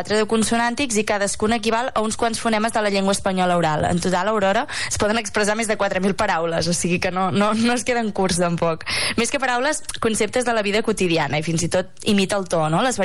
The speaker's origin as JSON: {"language": "Catalan", "region": "Catalonia", "country": "Spain", "said": "Nosaltres, com a catalans, no? Ho podem entendre."}